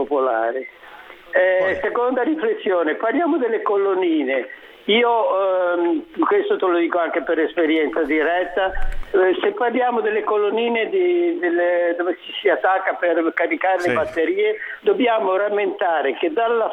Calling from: Genoa, Liguria, Italy; Io ho vissuto a Peli 2, diciamo nell'altura di Peli, dal 96 fino, dal 94 fino al 2016.

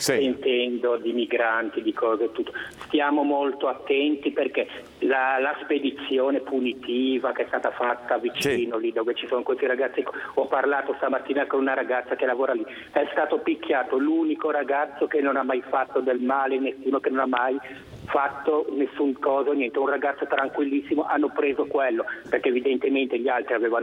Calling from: Genoa, Liguria, Italy; da Voltri.

